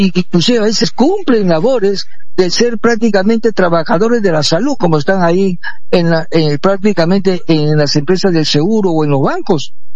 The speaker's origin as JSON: {"language": "Spanish", "country": "Peru", "said": "como todo peruano lo hacemos"}